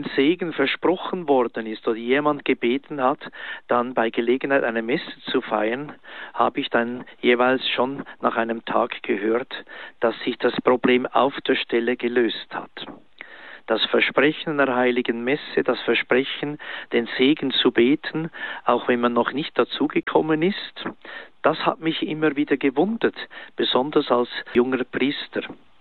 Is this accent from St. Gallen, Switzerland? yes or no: no; Lachen, Schwyz, Switzerland; now in Steinen, Switzerland; Und ich bin aufgewachsen in Lachen am Zürichsee.